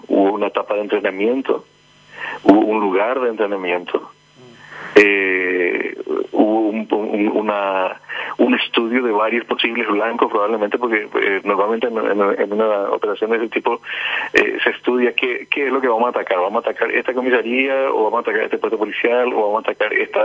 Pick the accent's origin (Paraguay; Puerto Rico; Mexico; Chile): Paraguay